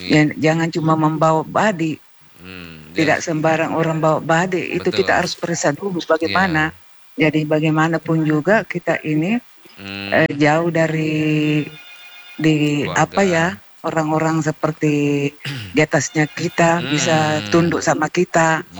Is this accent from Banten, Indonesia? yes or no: no; South Sulawesi, Indonesia; Kita ini orang Bugis Makassar